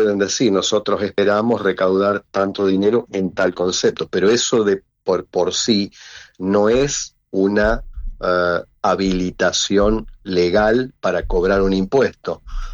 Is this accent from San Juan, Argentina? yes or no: no; Pergamino, Buenos Aires Province, Argentina; Yo soy de Pergamino. Pergamino corresponde a la jurisdicción del Juzgado Federal de San Nicolás.